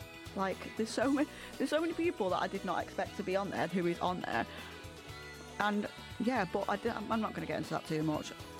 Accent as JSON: {"language": "English", "town": "Salford", "region": "North West England", "country": "United Kingdom", "said": "I'm from Salford"}